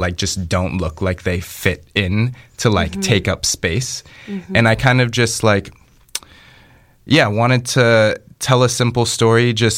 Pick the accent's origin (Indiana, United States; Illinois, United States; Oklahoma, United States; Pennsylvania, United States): Illinois, United States; Chicago; My partner lives in New York, so I go between the two. But yeah, I'm from Chicago.